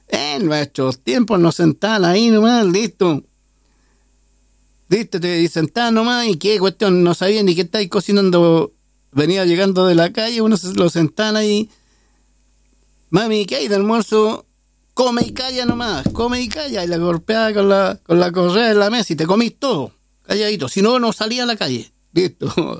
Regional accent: Santiago Metropolitan, Chile; born or raised there

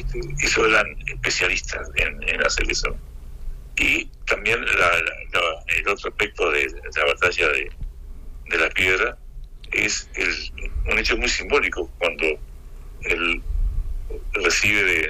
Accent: Uruguay; como uruguayo, como maestro

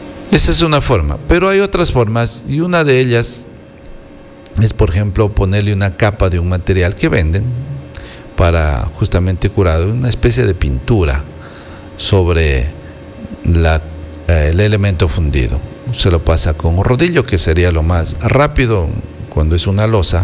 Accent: Ecuador; Nosotros, como ecuatorianos

